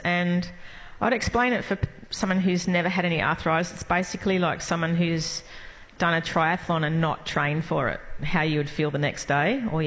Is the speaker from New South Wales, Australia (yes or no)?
yes; Bondi, New South Wales, Australia; is growing up in Bondi and having brothers that were quite tough with me.